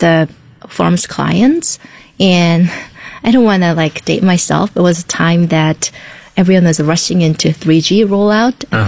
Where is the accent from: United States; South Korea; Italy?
South Korea; born or raised there